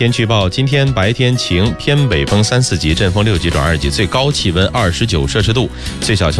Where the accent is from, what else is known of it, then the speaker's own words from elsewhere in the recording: Hebei, China; moved away; 欢迎大家到我的故乡啊，白洋淀去玩